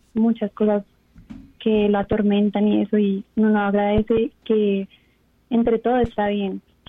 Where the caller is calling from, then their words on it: Bogotá, Colombia; ya me encuentro en Bogotá, llegamos el martes en la noche